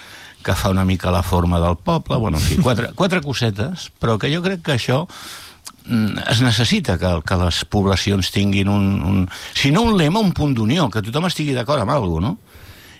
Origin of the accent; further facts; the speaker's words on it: El Papiol, Catalonia, Spain; el Papiol no cobro, evidentment no... És el meu poble i col·laboro.